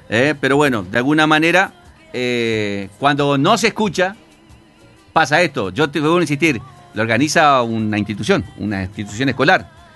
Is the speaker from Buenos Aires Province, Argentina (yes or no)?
no; Román, Santa Fe, Argentina; somos acá de Román, Santa Fe, provincia de Santa Fe, República Argentina, departamento San Javier.